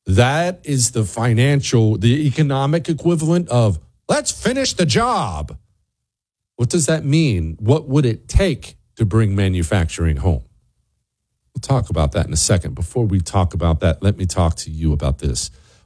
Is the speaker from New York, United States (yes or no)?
no; Toronto, Ohio, United States; I grew up in Toronto, Ohio